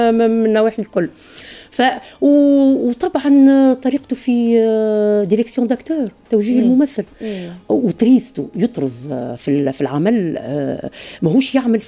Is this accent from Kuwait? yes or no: no; Tunisia; من اقوى ما عندنا في تونس